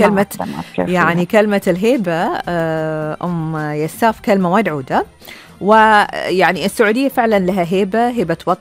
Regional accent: Bahrain; عندنا في البحرين

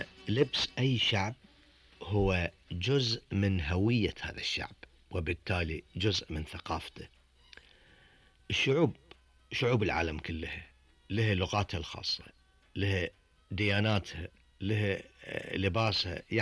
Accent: Bahrain; عندنا في البحرين

